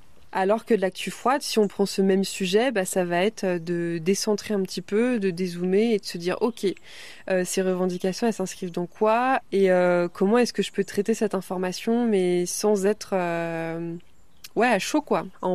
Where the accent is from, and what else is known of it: Lorient, Brittany, France